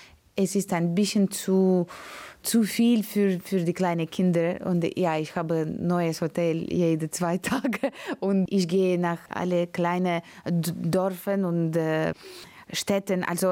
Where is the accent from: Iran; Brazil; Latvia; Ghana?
Latvia; German is a second language; now in Germany; Oh, ich fühle mich wie zu Hause. Ich komme aus Lettland. Also das Wetter ist dasselbe.